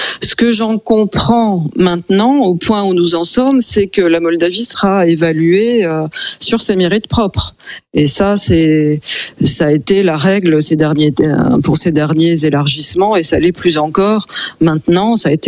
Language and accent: French; Grand Est, France; born there; je suis née en France, mais dans une région qui est frontalière de l'Allemagne et du Luxembourg.